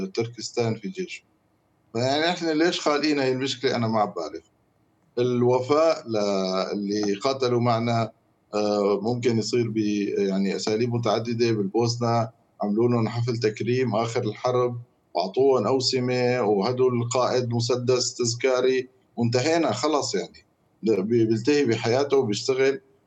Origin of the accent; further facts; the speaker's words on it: Syria; ثانيا نحن كسوريين بدنا نفكر نحن إيش بدنا، يعني كلياتنا 25 مليون